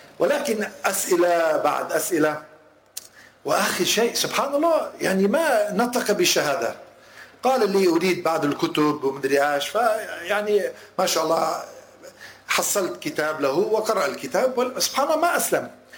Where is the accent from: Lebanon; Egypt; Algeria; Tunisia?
Lebanon; moved away; لأنه نحن أصلنا من لبنان